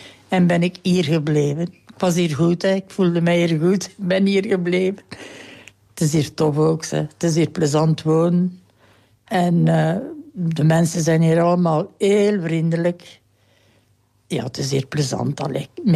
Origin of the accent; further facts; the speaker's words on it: Herne, Flanders, Belgium; born there; also born or lived in Kester; nee, mijn geboortedorp is hier in Herne. Maar ik heb dan in Kester gewoond.